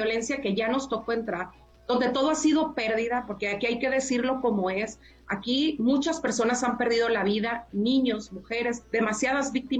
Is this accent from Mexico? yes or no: yes; Culiacán, Sinaloa, Mexico